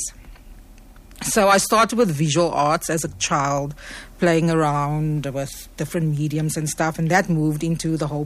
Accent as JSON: {"language": "English", "town": "Oudtshoorn", "region": "Western Cape", "country": "South Africa", "tie": "born or raised there", "said": "But I never grew up in Cape Town. I'm originally from Oudtshoorn."}